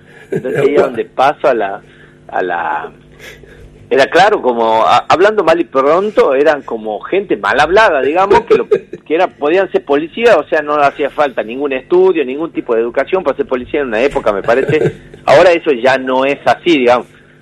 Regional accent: northern Argentina, Argentina; Soy el Darín del norte argentino.

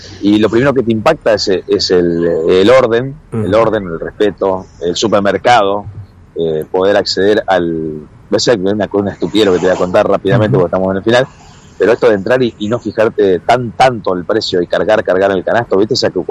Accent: Santa Fe, Argentina; moved away as an adult; now in Spain; estoy haciendo stream, ya lo vengo haciendo desde Argentina.

